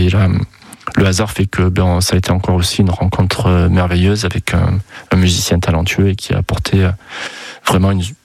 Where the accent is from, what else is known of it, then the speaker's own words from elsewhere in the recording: Terrasson-Lavilledieu, Nouvelle-Aquitaine, France; je suis originaire de Terrasson-Lavilledieu